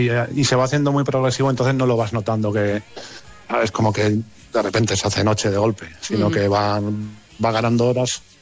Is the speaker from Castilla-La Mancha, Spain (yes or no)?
no; Teruel, Aragon, Spain; now in Iceland; Y de hecho, ahora he estado en España. Vine ayer a Islandia porque quería ver el eclipse. Yo soy de Teruel.